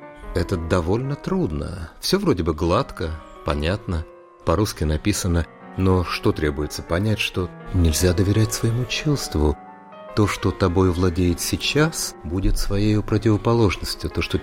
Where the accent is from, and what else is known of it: Kamchatka Krai, Russia; born there